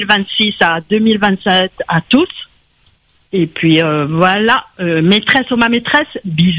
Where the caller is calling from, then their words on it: Le Tampon, Réunion; du Tampon.